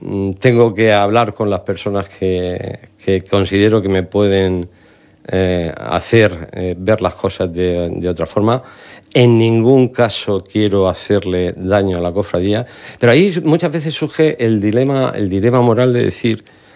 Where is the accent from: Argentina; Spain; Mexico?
Spain; Murcia, Region of Murcia; de nacencia, soy sanantolinero, de la Plaza de San Ginés.